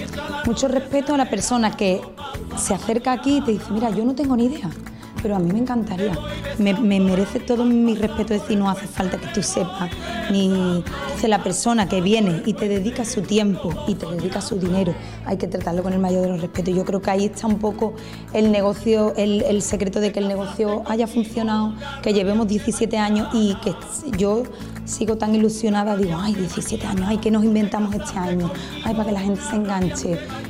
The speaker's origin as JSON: {"language": "Spanish", "town": "Jerez de la Frontera", "region": "Andalusia", "country": "Spain", "moved": "yes", "lives_now": "Seville, Spain", "said": "Triana me recuerda tanto a Jerez, en la gente, en la manera, que es como yo soy una enamorada de mi tierra también, y es como, uy, esto se parece a mi tierra y ya."}